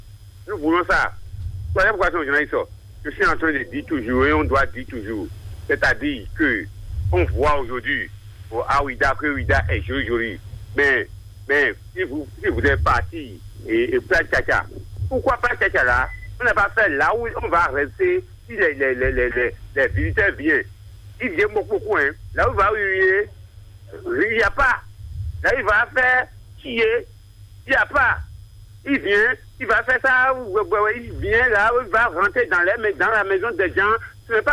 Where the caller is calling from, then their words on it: Ouidah, Atlantique, Benin; Je vous appelle de Ouida Kati Soubadi.